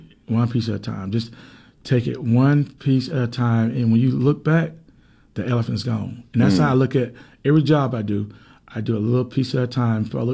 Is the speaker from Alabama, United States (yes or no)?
yes; Anson, Alabama, United States; And we got people right here that was born and raised, like myself, born and raised in Anson, Alabama, who can do the job.